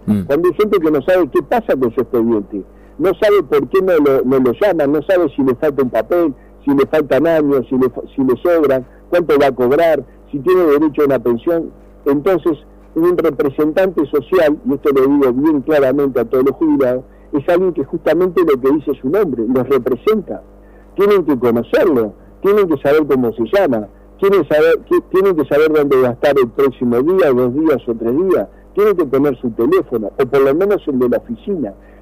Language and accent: Spanish; Artigas, Uruguay; Mire, yo vengo de Artigas.